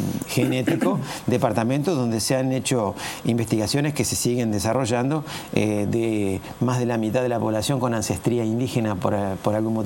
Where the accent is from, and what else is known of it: Uruguay